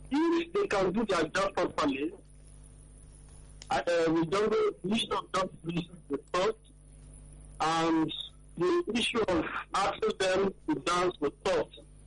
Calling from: Ikeja, Lagos, Nigeria; I'm from Ikeja.

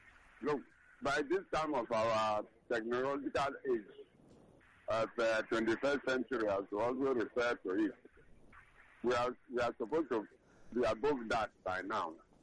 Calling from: Okota, Lagos, Nigeria; is calling from Okota.

